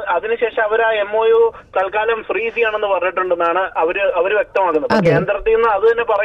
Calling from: Ernakulam, Kerala, India; എറണാകുളത്ത്

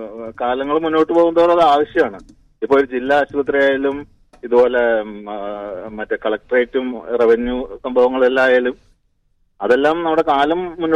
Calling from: Kottayam, Kerala, India; ഞാൻ കോട്ടയാണ്.

